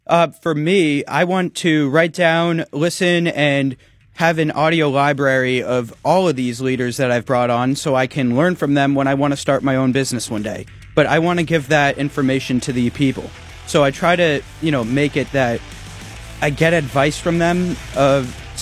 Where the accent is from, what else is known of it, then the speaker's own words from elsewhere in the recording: Millburn, New Jersey, United States; I'm from Millburn, New Jersey.